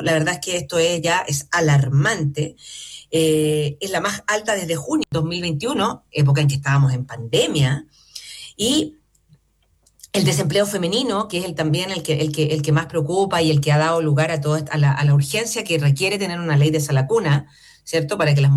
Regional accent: Chile

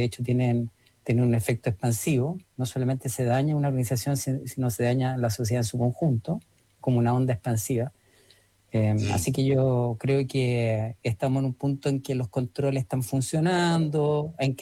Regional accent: Chile; De un país que somos chilenos, en vez de decir yo tengo mis derechos

